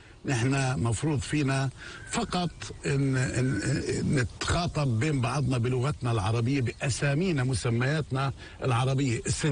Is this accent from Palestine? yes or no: yes; Palestine; نحن شعب فلسطيني حي،